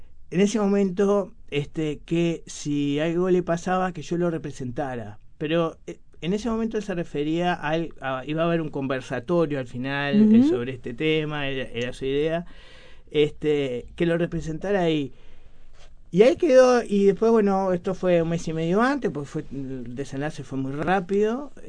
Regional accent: Montevideo, Uruguay; Somos de Villa Española los dos.

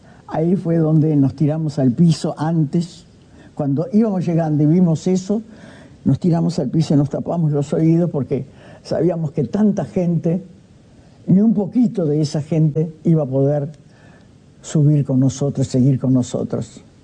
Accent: Uruguay; somos uruguayos y salimos de Ezeiza, somos periodistas

